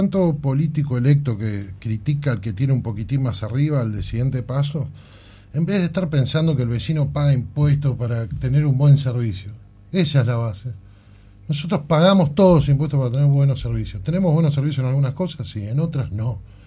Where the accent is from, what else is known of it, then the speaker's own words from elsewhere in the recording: Tierra del Fuego, Argentina; yo soy fueguino